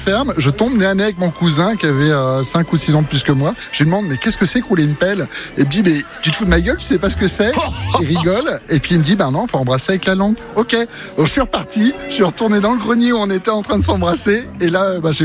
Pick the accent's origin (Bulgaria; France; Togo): France; Erquy, Brittany; moved away as an adult; now in Quimper, France; Je suis d'Erquy et j'habite à Quimper depuis 11 ans maintenant.